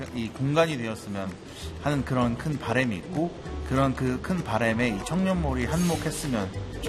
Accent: Iksan, North Jeolla, South Korea; 제 고향 익산이

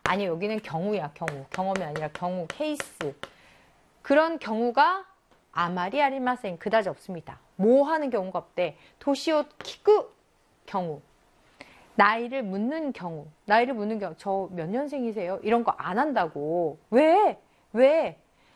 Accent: South Korea; 선생님이 한국 사람이라 그런지

